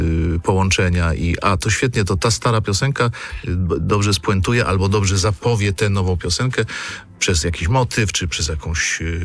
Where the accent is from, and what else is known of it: Kraków, Lesser Poland, Poland